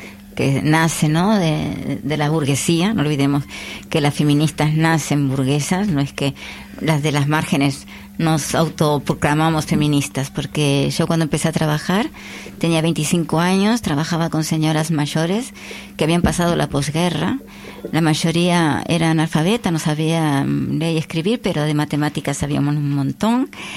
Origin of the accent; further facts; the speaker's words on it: Uruguay; moved away as an adult; now in Spain; yo vengo de un país tercermundista, de América Latina, soy de Uruguay, ¿no?, donde el divorcio siempre ha existido